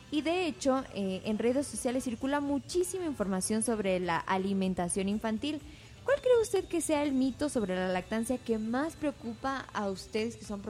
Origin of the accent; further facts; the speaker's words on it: Ambato, Tungurahua, Ecuador; yo le mencionaba que yo vengo de Ambato